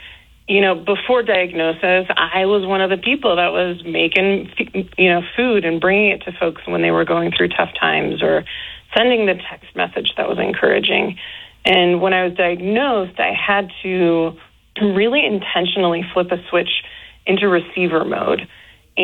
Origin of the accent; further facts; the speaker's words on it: Chicago, Illinois, United States; moved away; I grew up in Chicago